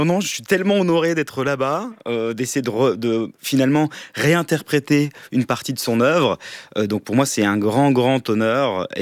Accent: East, France; Je viens d'un petit village de l'Est

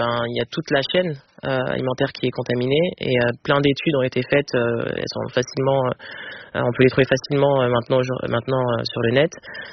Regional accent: Villiers-le-Bel, Île-de-France, France; Je suis née à Clamart, mais j'ai grandi à Villers-le-Bel. Puis après, oui, pas mal de déménagement un peu partout en Île-de-France avec un point de chute dans 77.

